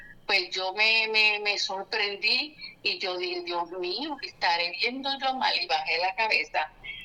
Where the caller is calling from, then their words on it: Juana Díaz, Puerto Rico; De Juana Díaz.